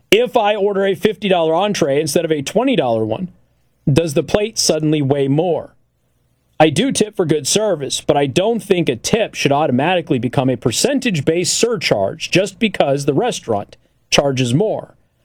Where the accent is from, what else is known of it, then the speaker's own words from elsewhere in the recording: Las Vegas, Nevada, United States; I'm from Las Vegas. I am from a tipping culture. I have always over-tipped. That has been the way that I was raised.